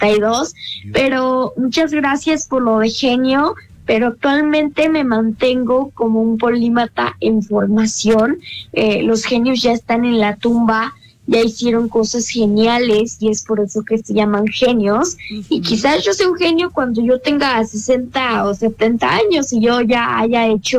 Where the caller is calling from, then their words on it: Querétaro, Mexico; ahorita estoy en Querétaro, está como a 3 horas de México.